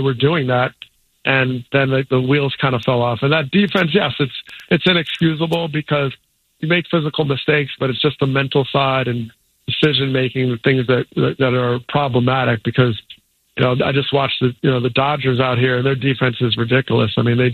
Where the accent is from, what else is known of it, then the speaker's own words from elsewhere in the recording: New Jersey, United States; I grew up in New Jersey, so I saw that tone